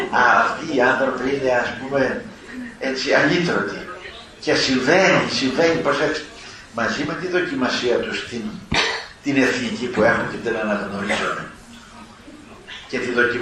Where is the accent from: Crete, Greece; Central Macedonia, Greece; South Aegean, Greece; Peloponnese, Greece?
Peloponnese, Greece; Και όπως λένε στην πατρίδα μου, την Πελοπόννησο που ήμουν μικρό παιδί, όταν λένε Χριστός Ανέστη, αληθώς Ανέστη, σωτηρία τα άκουγα από τις μεγάλες και ιδίως τις γυναίκες, αλλά και τους άντρες.